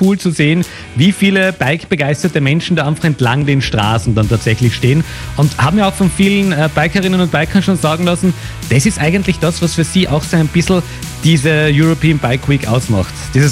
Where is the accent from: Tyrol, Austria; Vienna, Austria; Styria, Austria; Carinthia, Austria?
Carinthia, Austria; Ich bin ja auch in Kärnten aufgewachsen.